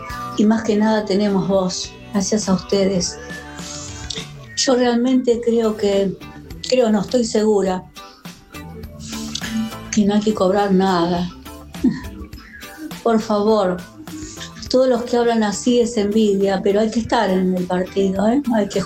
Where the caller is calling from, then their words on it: San Justo, Buenos Aires Province, Argentina; de San Justo.